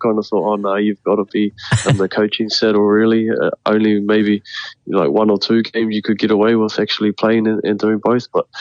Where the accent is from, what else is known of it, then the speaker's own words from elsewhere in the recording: Gisborne, New Zealand; I'm originally from Wydal, so just down the road from Gisborne.